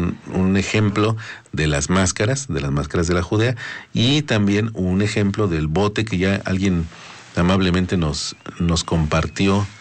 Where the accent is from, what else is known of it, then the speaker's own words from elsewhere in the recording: Tuxtla Chico, Chiapas, Mexico; una danza de la festividad de San Pedro y San Marcos en mi pueblo, Tuxtla Chico.